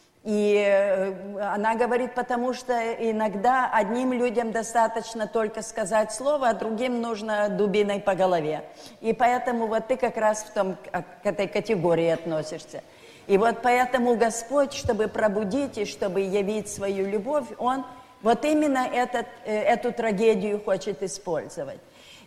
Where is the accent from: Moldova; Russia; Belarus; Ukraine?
Ukraine; Donetsk, Donetsk Oblast; в детстве, хотя в тех условиях довоенных, у нас в Донецке, я родилась в Донецке, мой отец был горный инженер